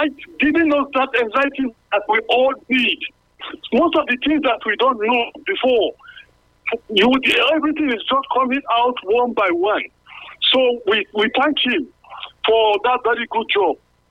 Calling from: Sabongida-Ora, Edo, Nigeria; I'm calling from Sabongida Ora.

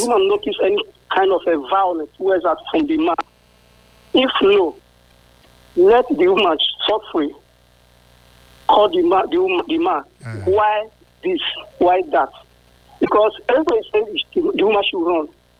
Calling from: Benin City, Edo, Nigeria; calling from New Benin.

